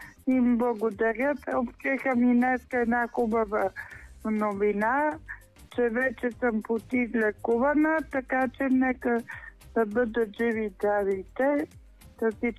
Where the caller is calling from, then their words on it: Sofia, Sofia City, Bulgaria; от София съм.